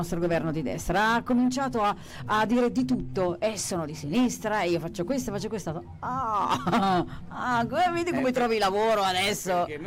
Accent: Lombardy, Italy; accent: Milanese; per me, che sono lombarda

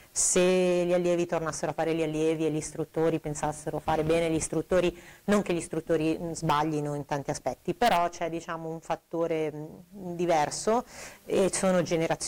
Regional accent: Lecco, Lombardy, Italy; io sono di Lecco.

